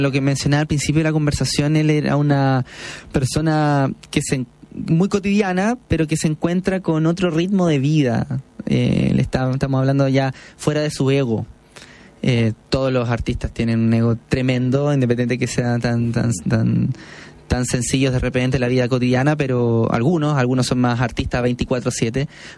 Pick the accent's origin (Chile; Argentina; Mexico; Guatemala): Chile; Yo vengo de Chile.